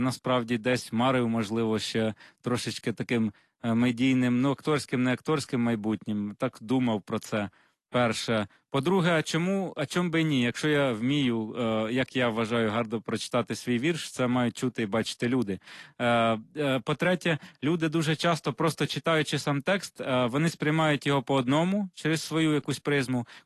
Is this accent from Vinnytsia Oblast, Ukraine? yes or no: no; Yuzhnoukrainsk, Mykolaiv Oblast, Ukraine; сучасного міста, звідки я родом, Южна, а тепер уже Південна Українська.